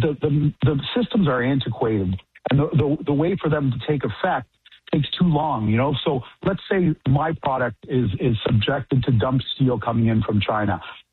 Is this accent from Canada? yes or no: yes; Canada; For the record, Lars, I'm a Canadian. I still reside in Canada.